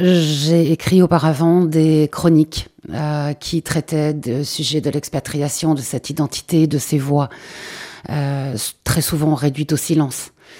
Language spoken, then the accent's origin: French; Wallonia, Belgium; Et oui, je suis de Saint-Va, juste à côté de la Louvière.